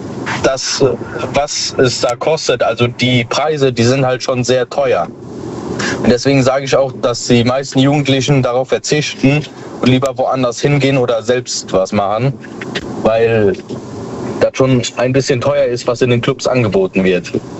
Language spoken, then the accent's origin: German; Koblenz, Rhineland-Palatinate, Germany; Ich komme aus Rheinland-Pfalz, Koblenz.